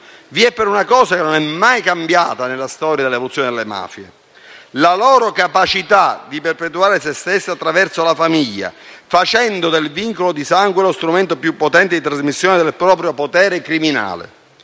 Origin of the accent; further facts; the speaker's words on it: Palermo, Sicily, Italy; Vedete, sono palermitano, domenica, come voi ben sapete, è il 19 luglio.